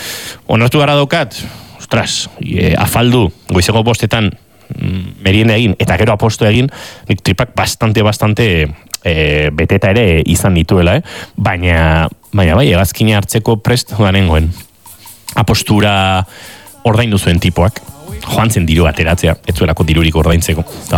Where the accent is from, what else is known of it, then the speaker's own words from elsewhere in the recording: Basque Country, Spain; Bat, nien eiz espainola, ni euskalduna naiz, hau espainola, esan egon noski.